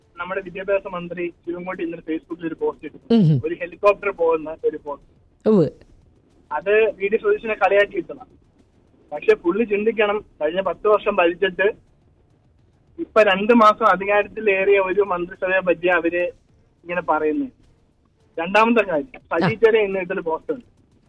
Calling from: Kollam, Kerala, India

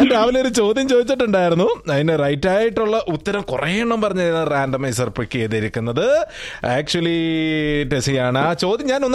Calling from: Bur Dubai, Dubai, United Arab Emirates; ഇത് ഞാൻ വിളിക്കുന്നത് ബർദുബായിൽ നിന്നാണ്.

